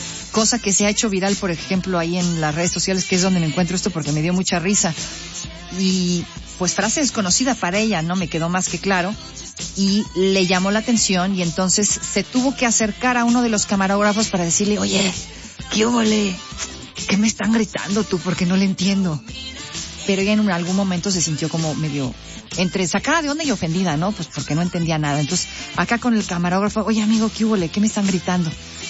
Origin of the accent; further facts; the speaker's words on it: Mexico; ya sabe cómo somos los mexicanos